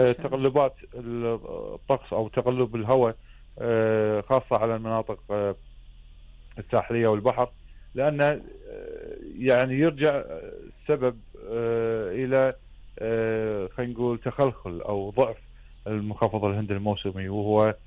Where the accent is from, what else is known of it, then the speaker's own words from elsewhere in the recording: Kuwait; عندنا بالكويت